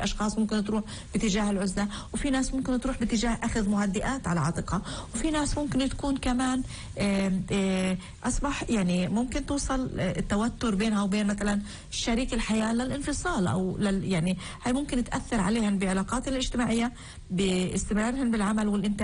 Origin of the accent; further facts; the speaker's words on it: Palestine; أنا كشاب فلسطيني